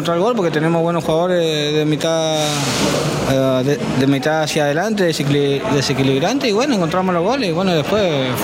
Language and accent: Spanish; Chaco, Argentina; La verdad que yo soy del Chaco